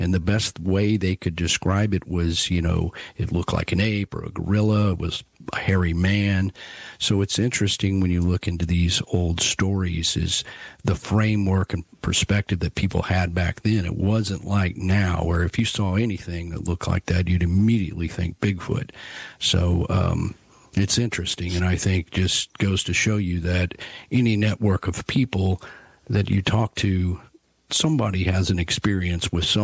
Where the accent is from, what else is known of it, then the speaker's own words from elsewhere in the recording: Fort Worth, Texas, United States; born there; I was born in Fort Worth, so that's this is kind of a hometown monster for me.